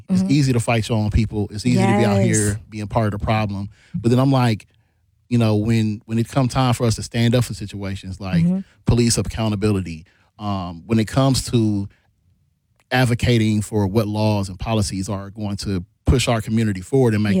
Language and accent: English; Mississippi, United States; It's crazy that I say I grew up in Mississippi, but I dealt with racism here.